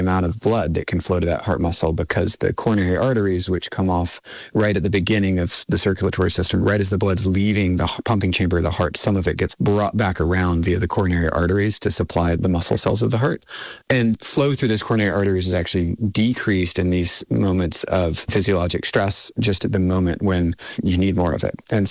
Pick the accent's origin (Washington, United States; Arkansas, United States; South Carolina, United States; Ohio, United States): South Carolina, United States; moved away; Or even if you go to the American South, I grew up in South Carolina and it's just normal to have air conditioning in every house.